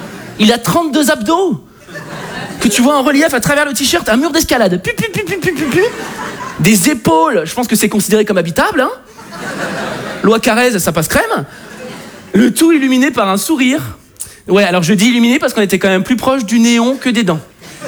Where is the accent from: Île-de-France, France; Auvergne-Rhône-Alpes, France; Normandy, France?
Île-de-France, France; Paris; Parce que je suis parisien et superficiel.